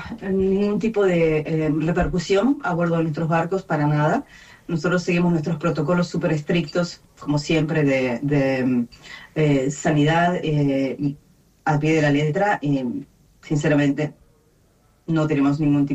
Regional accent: Patagonia, Argentina; moved away; Y lo digo, soy de Patagonia, Argentina.

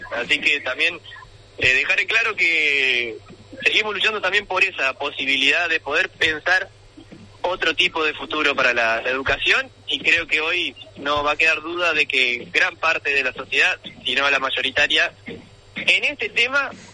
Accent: Argentina

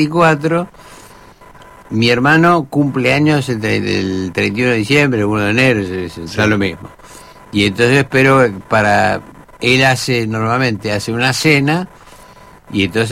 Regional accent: La Plata, Buenos Aires Province, Argentina; Y yo vine a Buenos Aires, porque yo soy de La Plata, vine a Buenos Aires

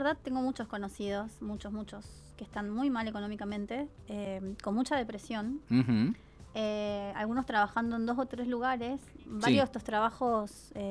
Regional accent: Argentina

